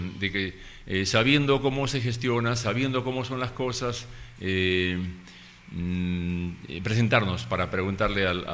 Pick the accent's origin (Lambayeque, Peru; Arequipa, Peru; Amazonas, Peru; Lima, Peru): Amazonas, Peru; Cajaruro